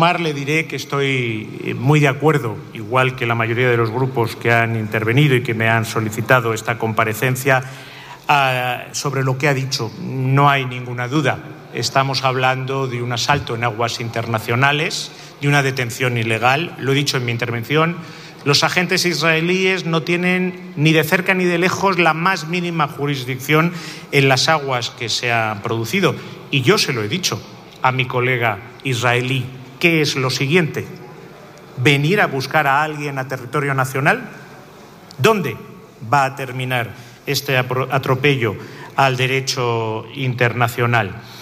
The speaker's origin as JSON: {"language": "Spanish", "town": "Madrid", "region": "Community of Madrid", "country": "Spain", "said": "Madrid es una ciudad maravillosa, se lo digo como madrileño."}